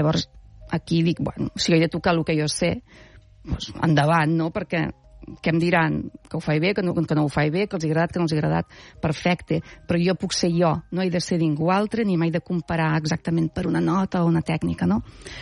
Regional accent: L'Espluga de Francolí, Catalonia, Spain; born or raised there; moved away as an adult; also born or lived in Scotland / Belgium

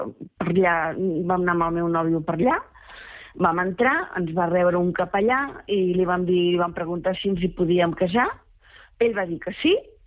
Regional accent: Barcelona, Catalonia, Spain; moved away as an adult; jo soc de Barcelona, he viscut sempre a Barcelona i treballava al carrer Provença

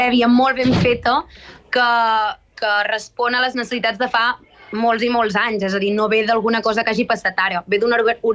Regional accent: Girona, Catalonia, Spain; Som de Girona i a vegades el tema aquest de centralitzar-ho tot a Barcelona sí que s'ha anat fent territorialment

